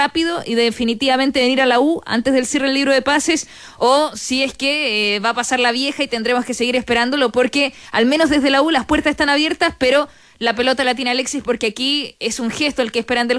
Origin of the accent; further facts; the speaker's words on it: Chile; lo amables que somos los chilenos.